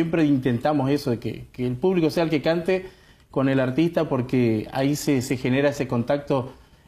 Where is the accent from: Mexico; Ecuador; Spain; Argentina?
Argentina; Mercedes, Corrientes; nuestra ciudad de Mercedes, porque venimos de Mercedes Corrientes.